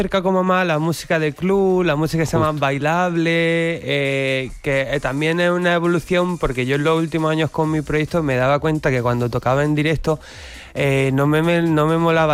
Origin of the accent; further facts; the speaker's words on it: Granada, Andalusia, Spain; pero yo no soy Balearic, yo soy andaluz, de Granada.